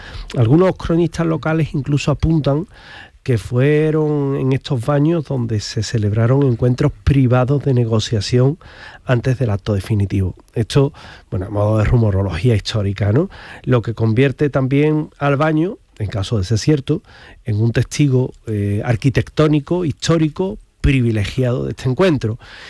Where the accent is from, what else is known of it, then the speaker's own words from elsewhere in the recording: Andalusia, Spain; porque somos andaluces